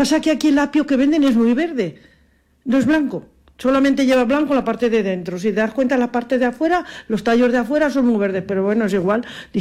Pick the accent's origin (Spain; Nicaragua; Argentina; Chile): Spain; los españoles somos especiales